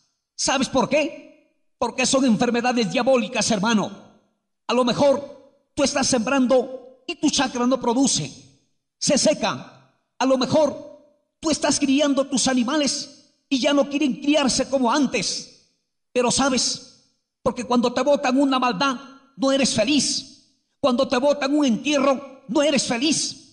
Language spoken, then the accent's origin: Spanish; Salas, Penachí, Lambayeque, Peru; somos de San Las Penachí, de San Las Penachí